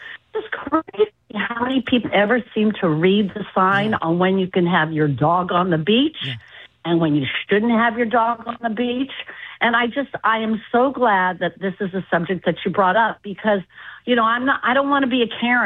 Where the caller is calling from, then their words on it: Truro, Massachusetts, United States; from Truro.